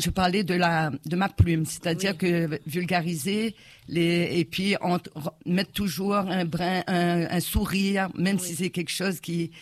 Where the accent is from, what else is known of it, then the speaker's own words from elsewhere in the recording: Réunion; je suis réunionnaise dans ma genèse, au plus profond. Donc, je ne peux écrire que sur ce que je connais. Et je connais bien mon île.